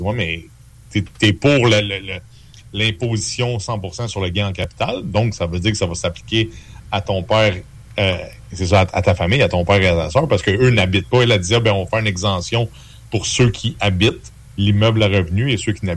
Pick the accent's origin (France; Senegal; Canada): Canada; on est Canadien, on habite au Canada, on veut changer de pays, c'est compliqué.